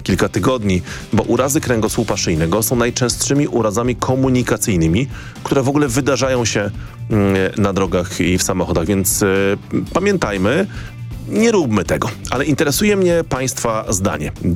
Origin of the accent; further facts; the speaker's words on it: southern Poland, Poland; jak to się mawia w moich stronach na południu